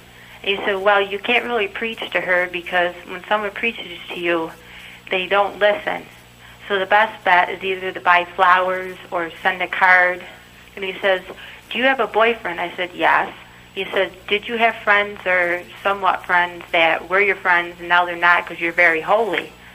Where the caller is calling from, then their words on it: Frankfort, New York, United States; Frankfort, New York